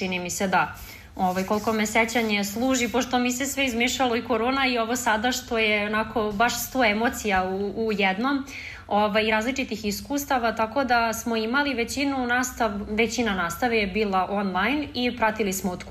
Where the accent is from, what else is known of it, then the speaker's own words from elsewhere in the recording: Pančevo, Vojvodina, Serbia; Odrasla sam u Pančevu, tu sam i rođena, tako da sam blizu relativno Beograda.